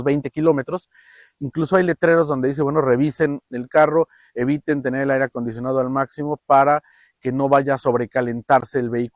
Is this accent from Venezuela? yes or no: no; Mexico; now in San Diego, United States; Si yo como mexicano rento un carro aquí en San Diego con placas de Estados Unidos y quiero cruzar a Tijuana o al Valle de Guadalupe, no lo puedo hacer